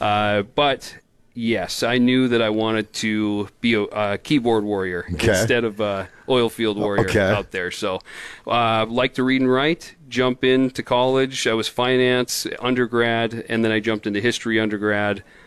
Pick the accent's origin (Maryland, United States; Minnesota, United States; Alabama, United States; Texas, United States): Minnesota, United States; Grand Rapids; Grand Rapids.